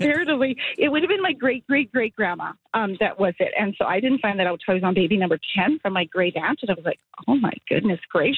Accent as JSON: {"language": "English", "town": "Regina", "region": "Saskatchewan", "country": "Canada", "tie": "born or raised there", "said": "We're from Regina, Saskatchewan. I grew up in an Indigenous population there."}